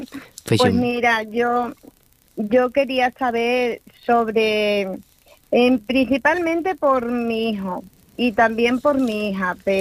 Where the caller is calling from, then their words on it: Mérida, Extremadura, Spain; de Mérida, Extremadura